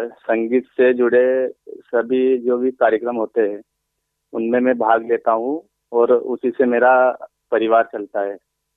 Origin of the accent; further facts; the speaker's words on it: Madhya Pradesh, India; ग्राम जसवाड़ी का निवासी हूँ